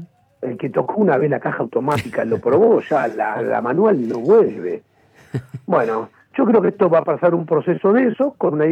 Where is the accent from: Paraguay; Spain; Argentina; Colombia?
Argentina; como somos argentinos aceleramos mucho más rápido para poder superarlos.